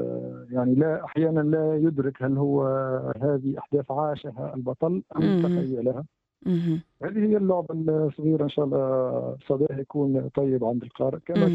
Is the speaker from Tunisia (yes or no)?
yes; Tunisia; نحن كشعب تونسي